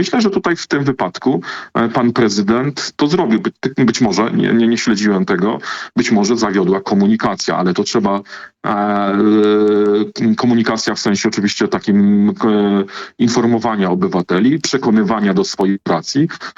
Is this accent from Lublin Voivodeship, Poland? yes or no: no; Kościerzyna, Pomeranian Voivodeship, Poland; Ja pochodzę z takiego małego miasta na Kaszubach, się nazywa Kościerzewa